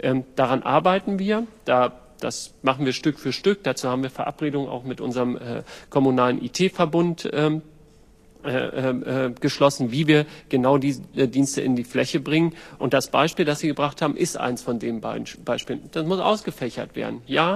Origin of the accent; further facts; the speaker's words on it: Schleswig-Holstein, Germany; können wir als Schleswig-Holsteiner und Schleswig-Holsteiner